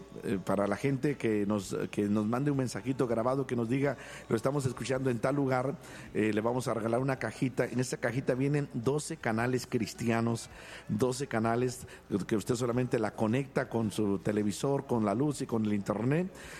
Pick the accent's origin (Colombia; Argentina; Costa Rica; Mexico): Mexico; now in Monterrey, Mexico; soy originario de La Peña Colorada, pero bien, bien mexicano